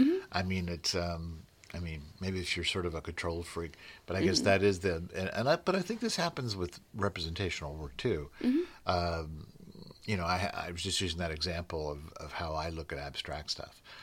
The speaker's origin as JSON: {"language": "English", "town": "Louisville", "region": "Kentucky", "country": "United States", "tie": "born or raised there", "said": "I'm born here, right, you know. And you think when you're born in a place – you know, I'm always amazed how little I know about my hometown"}